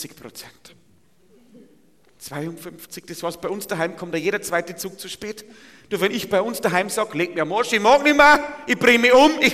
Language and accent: German; Bavaria, Germany; aber da wo ich herkomme, im Bayerischen Wald, wir haben de facto keinen ÖPNV.